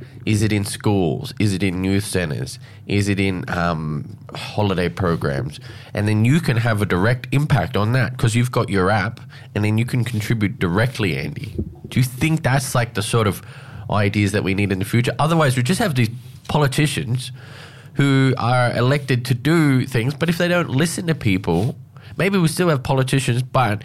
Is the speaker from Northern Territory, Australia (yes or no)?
yes; Alice Springs, Northern Territory, Australia; When people, if I go into state and they say, oh, I'm from Alice Springs, they're kind of, it's like, really?